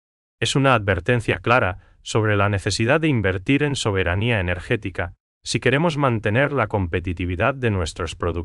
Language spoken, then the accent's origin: Spanish; Paraguay